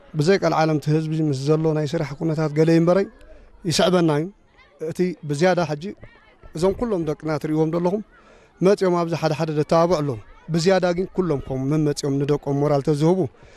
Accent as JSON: {"language": "Tigrinya", "region": "Maekel", "country": "Eritrea", "tie": "born or raised there", "said": "ኣብዚኣ ተወሊደ ከም ዓብየ"}